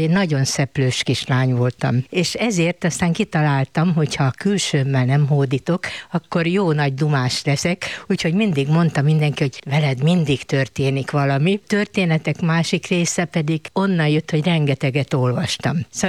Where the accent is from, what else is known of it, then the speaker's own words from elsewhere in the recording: Budapest, Hungary; 75 éve ugye itt lakom, hát együtt nőttem föl a vérmező fáival, és itt van az iskola is, hogy jó előtte elmenni. Hát ide jártam.